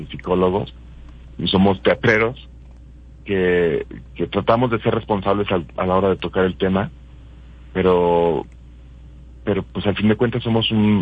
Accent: Guadalajara, Jalisco, Mexico; moved away as an adult; also born or lived in London; now in Mexico City, Mexico; bueno, yo estudié efectivamente teatro en Guadalajara. Soy de Guadalajara y estudié allá, y después trabajé profesionalmente allá unos años. Después tuve la inquietud de, no sé, esa inquietud de juventud de salir. Me fui a vivir a Londres, viví en Londres 2 años.

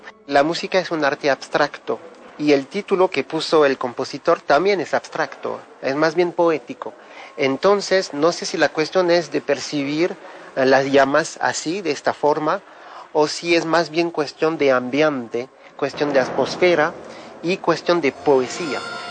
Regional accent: France; Yo lo digo como francés

